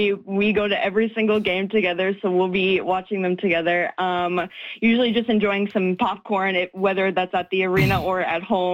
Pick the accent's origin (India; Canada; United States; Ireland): Canada; Winnipeg, Manitoba; You never think growing up in Winnipeg that somebody can make it this big